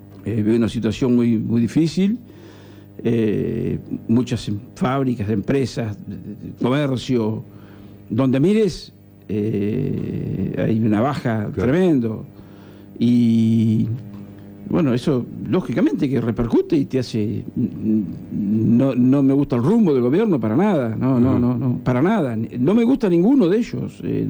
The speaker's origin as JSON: {"language": "Spanish", "town": "Ayacucho", "region": "Buenos Aires Province", "country": "Argentina", "tie": "born or raised there", "moved": "yes", "said": "Yo adoro a mi pueblo, ¿no? Ayacucho."}